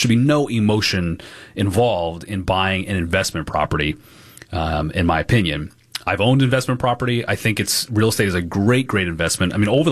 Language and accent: English; Rhode Island, United States; I know here in Rhode Island, my home state, there are different standards for two-family buildings